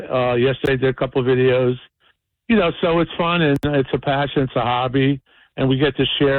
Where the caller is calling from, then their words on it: New Jersey, United States; Well, I'm from Jersey. Come on, we're Jersey guys